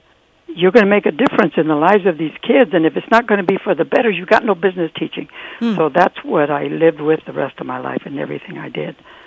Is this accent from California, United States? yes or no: yes; San Bernardino, California, United States; I lived on the west side, and it was mostly Mexican and Italian families on the west side. It was fun, and it was a large Mexican community. I said we were Mexican then, not Latino.